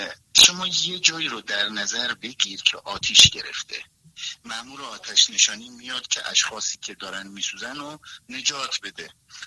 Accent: Iran; شهر خودم در ایران پاپیچ من شدن، بیا زن بگی، بیا زن واسهت پیدا کنیم، ولی دیگه میبینن که یه پام کشور یه پام اون کشور

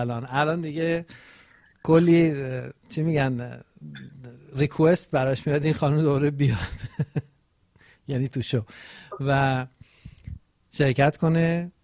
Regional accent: Rasht, Gilan, Iran; accent: Rashti; من بلدم، درسته، یعنی من میگم شبیه رشتی لهجم.

